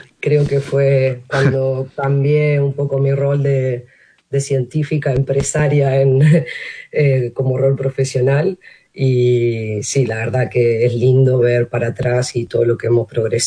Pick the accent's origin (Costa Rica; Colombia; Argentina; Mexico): Argentina; moved away as an adult; also born or lived in Sweden / Denmark / Switzerland; yo soy originalmente de Argentina, pero ya hace 14 años vine a especializarme a Europa, estudié en Suecia, en Dinamarca y por último hice mi doctorado en Suiza